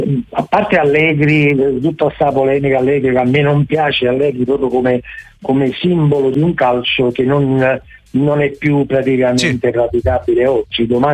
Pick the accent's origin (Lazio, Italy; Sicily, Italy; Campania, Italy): Campania, Italy; Naples